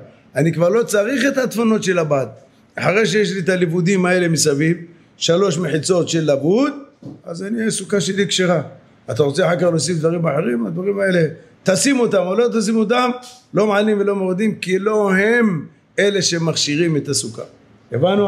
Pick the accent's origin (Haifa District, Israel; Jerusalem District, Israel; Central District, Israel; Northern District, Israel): Jerusalem District, Israel; Jerusalem; כשהיינו קטנים, היינו גרים באיזו שכונה בירושלים, שכונת הבוחרים